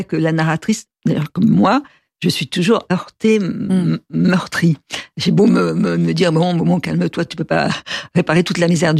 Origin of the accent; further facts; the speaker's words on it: Paris, Île-de-France, France; born there; quand j'étais petite, j'allais plus au Luxembourg ou dans d'autres jardins